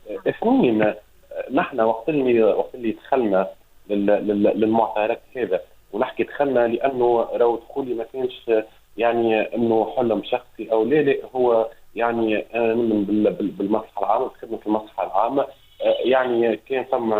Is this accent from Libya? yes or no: no; Tunisia; عندنا في تونس مخزون كبير